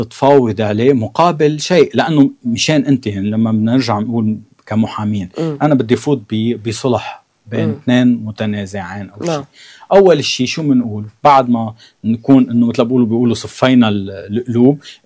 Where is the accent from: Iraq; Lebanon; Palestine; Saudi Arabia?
Lebanon